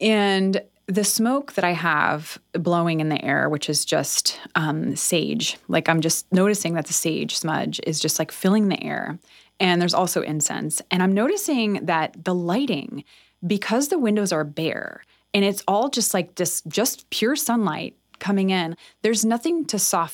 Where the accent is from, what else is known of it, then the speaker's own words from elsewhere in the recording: Northeast, United States; I grew up in the Northeast